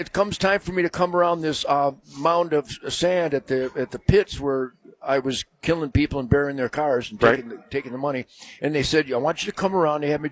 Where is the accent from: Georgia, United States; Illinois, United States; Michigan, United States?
Michigan, United States; Detroit; I'm from Detroit.